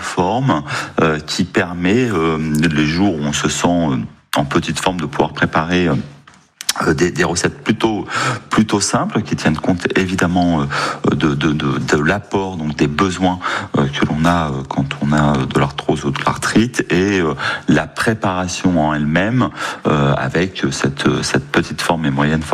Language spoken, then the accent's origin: French; Tours, Centre-Val de Loire, France; now in Marseille, France; Tout à fait, je suis tourangeau, plus que de cœur, de racine.